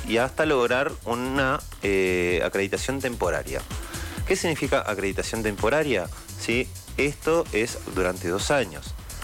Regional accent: Uruguay; now in Argentina; En mi país, por ejemplo

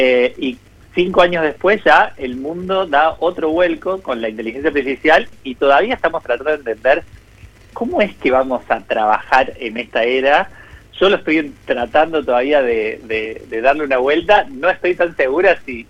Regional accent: Córdoba, Argentina; moved away as an adult; now in Buenos Aires, Argentina; Soy de Córdoba, pero bueno, hace 20 años que ya me vine a Buenos Aires y me quedé por acá.

